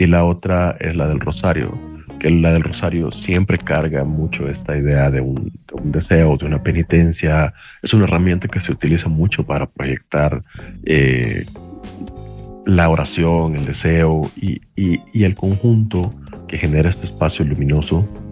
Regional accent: El Salvador; moved away

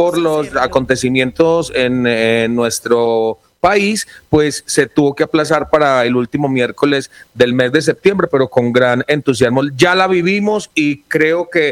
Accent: Concordia, Antioquia, Colombia; algo que los concordianos vivimos como ya tradición

